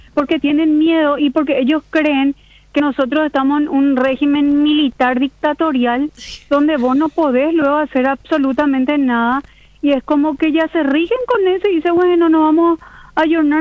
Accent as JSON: {"language": "Spanish", "country": "Paraguay", "said": "qué es lo que nosotros queremos como paraguayos?"}